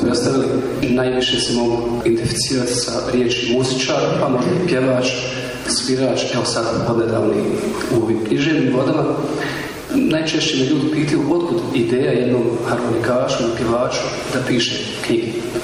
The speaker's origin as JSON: {"language": "Bosnian", "town": "Kozarac", "region": "Republika Srpska", "country": "Bosnia & Herzegovina", "tie": "born or raised there", "said": "Ja sam iz Kozarca, inače, Kozarac je pod Prijedora, jednim Brđanima, i sad od tih Brđana postoji još sjever, pa se zovu Krčevine. E, tu sam ja rođen i odrastao i proveo te svoje djetinjstvo."}